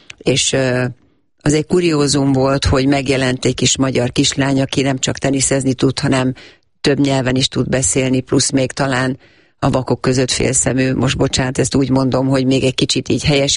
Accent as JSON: {"language": "Hungarian", "country": "Hungary", "said": "Én nagyon büszke vagyok, és voltam mindig is, hogy magyarként szerepeltem, vagy képviseltem az országomat."}